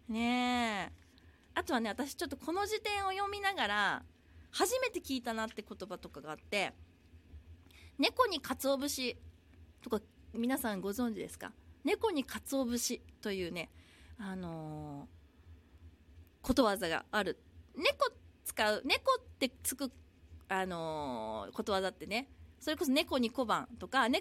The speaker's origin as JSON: {"language": "Japanese", "region": "Hiroshima", "country": "Japan", "tie": "born or raised there", "moved": "yes", "lives_now": "Okinawa, Japan", "said": "本当にこう一人で住んだのはね、本当にこの地元の広島から沖縄に住んだのが私にとっては初めての、一人でこう引っ越すっていうのはね、初めてだったんです。"}